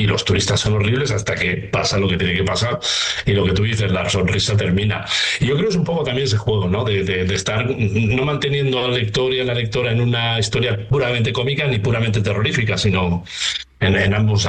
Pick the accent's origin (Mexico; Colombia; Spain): Spain; Barcelona, Catalonia; yo nací en Barcelona, pero con 10 años nos fuimos a vivir a un pueblecito al lado de Barcelona.